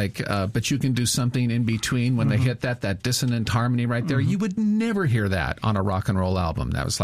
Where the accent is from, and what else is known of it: United States